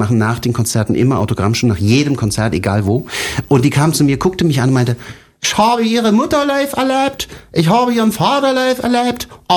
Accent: Berlin, Germany; mein Vater kommt so aus Dresden, aber ich bin in Berlin aufgewachsen. Zweisprachig, Deutsch und Italienisch, ja.

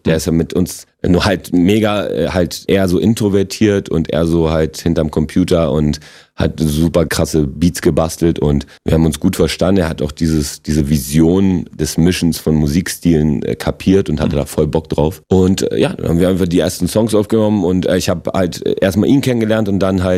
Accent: Berlin, Germany; accent: Berlin; Nee, ich muss mich tatsächlich in anderen Radiosendern beherrschen, dass ich nicht so krass Berliner so.

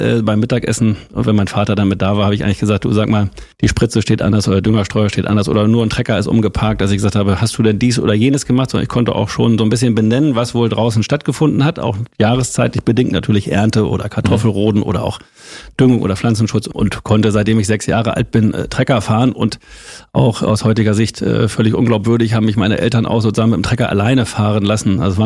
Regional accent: Holthusen, Lower Saxony, Germany; born or raised there

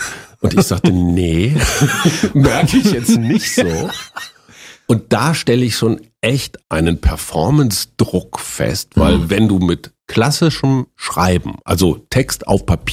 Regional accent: Münster, North Rhine-Westphalia, Germany; Die städtischen Bühnen in Münster, meiner Heimatstadt in Westfalen, lagen direkt gegenüber vom Verlagsgebäude der Münsterschen Zeitung.

